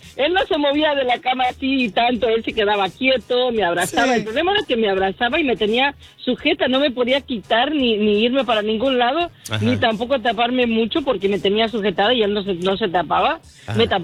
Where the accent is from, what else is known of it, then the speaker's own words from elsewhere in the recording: California, United States; Y yo soy de California, no, sí, de aquí.